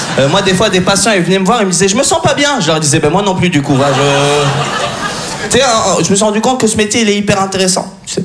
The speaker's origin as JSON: {"language": "French", "country": "France", "said": "j'ai 28 ans, d'accord. Je suis français d'origine tunisienne. Parce qu'en fait, ma mère est française"}